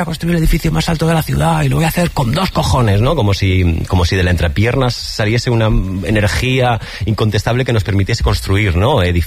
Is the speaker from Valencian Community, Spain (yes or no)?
no; Catalonia, Spain; Porque yo soy catalán, entonces los catalanes nacimos en finales de los 90